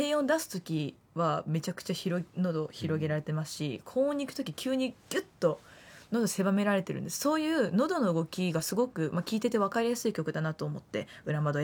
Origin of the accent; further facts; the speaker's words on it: Fukuoka, Japan; moved away; 私がこう福岡に住んでる、地元の福岡に住んでる時に